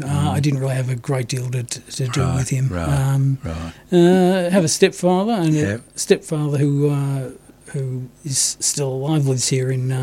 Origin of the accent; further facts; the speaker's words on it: Melbourne, Victoria, Australia; born there; I was born here in Melbourne.